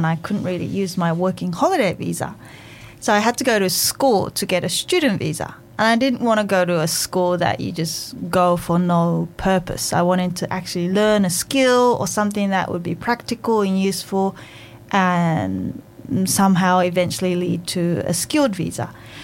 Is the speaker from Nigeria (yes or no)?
no; England, United Kingdom; moved away as an adult; also born or lived in United States; now in Australia; I grew up in England and studied in the States. So, as you can hear, my English, I don't have a problem in communication.